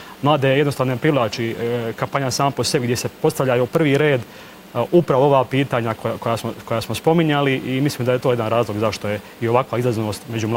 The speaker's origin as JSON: {"language": "Croatian", "town": "Posušje", "region": "Federation of Bosnia and Herzegovina", "country": "Bosnia & Herzegovina", "said": "Ja dolazim iz Posušija"}